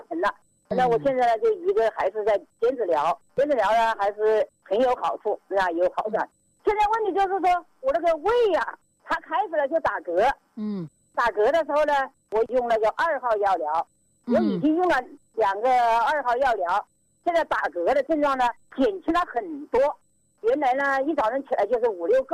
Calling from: Shayang, Hubei, China; 我是沙阳的啦。

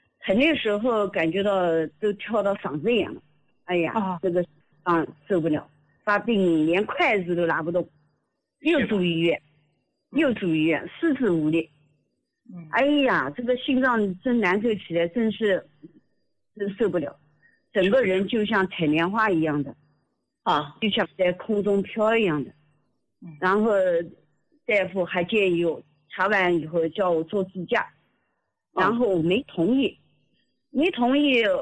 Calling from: Nanjing, Jiangsu, China; 我是南京的听众

